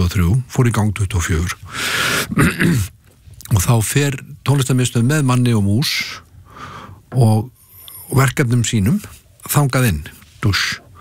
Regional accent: Kópavogur, Capital Region, Iceland; also born or lived in New York; Já, já, ég eldi upp í Kópavogur.

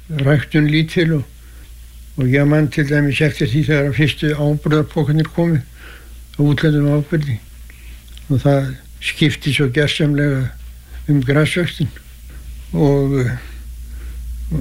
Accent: Arnarvatn, Northeastern Region, Iceland; Ég er fæddur 1923 á Arnarvatni Mývatnssveit og ólst þar upp til fullorðins ára.

